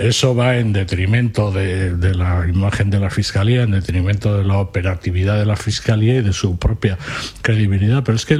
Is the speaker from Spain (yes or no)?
yes; Spain; a mí me sabe mal porque soy español antes que italiano